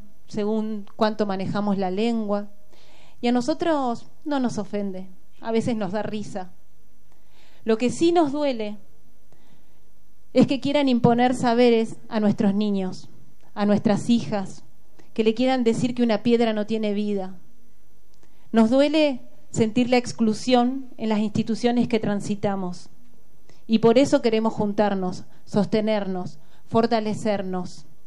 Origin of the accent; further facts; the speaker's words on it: Esquel, Chubut, Argentina; now in La Plata, Argentina; soy nacida y criada en la ciudad de Esquel, Chubut. Hace más de 20 años que vivo en La Plata.